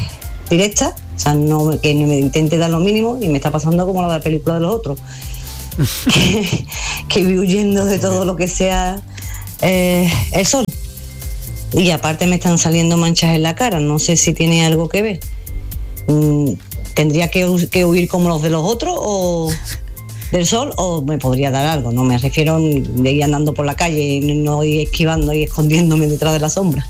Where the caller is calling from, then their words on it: Dos Hermanas, Andalusia, Spain; … de Dos Hermanas